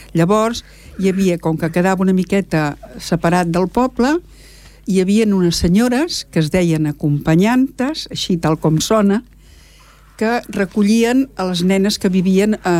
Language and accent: Catalan; Esplugues de Llobregat, Catalonia, Spain; vaig néixer al carrer Montserrat.